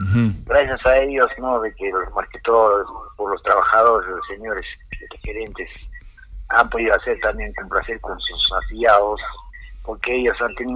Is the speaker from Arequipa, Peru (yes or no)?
yes; Arequipa, Peru; born there; Yo casi nací en Arequipa